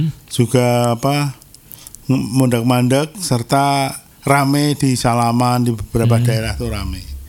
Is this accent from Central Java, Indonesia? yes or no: yes; Purworejo, Central Java, Indonesia; Jadi saya Purworejo Utara yang satu kecamatan dengan yang dibangun ini.